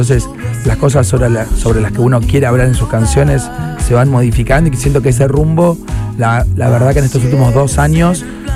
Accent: Buenos Aires, Argentina; yo soy de Buenos Aires y los primeros shows fueron ahí.

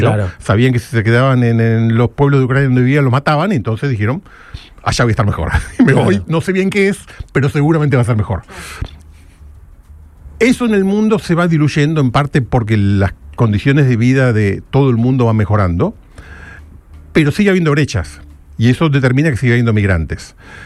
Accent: Argentina; cuando nosotros tuvimos una migración enorme en Argentina

